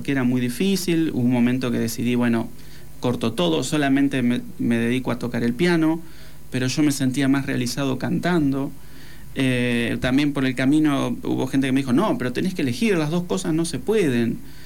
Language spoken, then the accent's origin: Spanish; La Pampa, Argentina; yo soy de La Pampa, soy pampeano. Yo vivía en el campo.